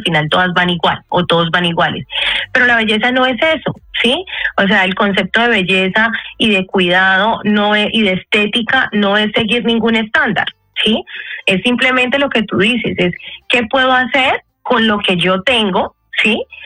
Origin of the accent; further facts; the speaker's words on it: Cali, Valle del Cauca, Colombia; O sea, yo soy así, una caleña arrebatada, y me gustan los colores así